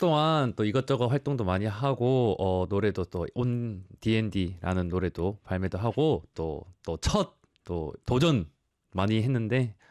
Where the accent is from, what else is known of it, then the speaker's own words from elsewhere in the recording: Busan, South Korea; 제가 고향이 부산인데 네. 한 번도 못 내려갔거든요.